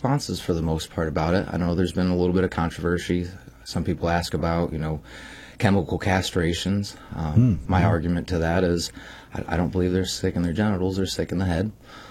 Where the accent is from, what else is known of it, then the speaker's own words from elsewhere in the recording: Irondale, Missouri, United States; also born or lived in Festus; now in Farmington, United States; I grew up out in Irondale, actually, small town, 374 people. Then I moved up to Festus for about 7 years and then came back down to Farmington and bought a small farm, almost 20 acres, raising my family and three kids out there